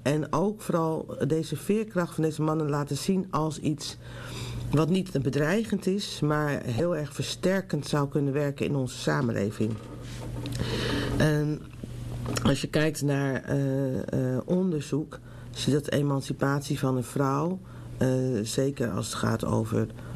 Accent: Amsterdam, North Holland, Netherlands; Ik ben geboren getogen in Amsterdam. In West middelbare school gezeten. Ook hier mijn studie gedaan. En Amsterdam heeft wel mijn hart.

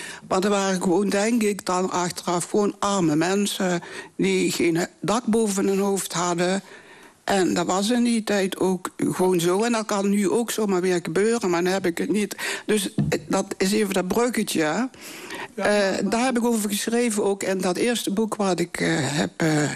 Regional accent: Venlo, Limburg, Netherlands; Ik ben geboren en getogen in Genooi.

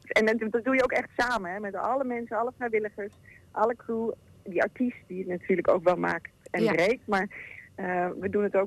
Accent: Apeldoorn, Gelderland, Netherlands; born there; Apeldoornse mens, maar ik ben vroeger geboren in Apeldoorn.

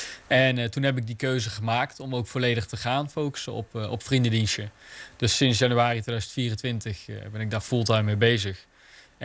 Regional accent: Tilburg, North Brabant, Netherlands; 25, geboren en getogen in Tilburg, dus net om de hoek.

